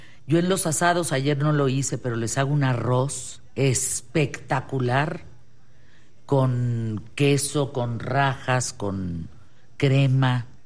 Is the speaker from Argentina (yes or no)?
no; Monterrey, Nuevo León, Mexico; yo estoy acá en Monterrey, soy regio.